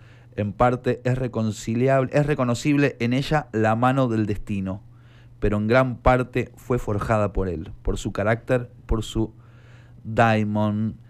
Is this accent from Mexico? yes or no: no; Entre Ríos, Argentina; moved away; yo, que soy de Entre Ríos